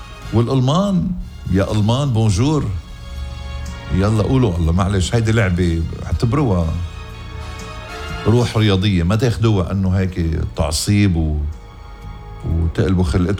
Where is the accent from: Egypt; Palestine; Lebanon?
Lebanon